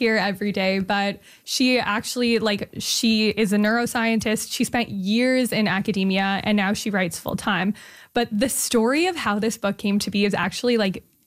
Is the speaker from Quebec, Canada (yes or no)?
yes; Montreal, Quebec, Canada; to my hometown.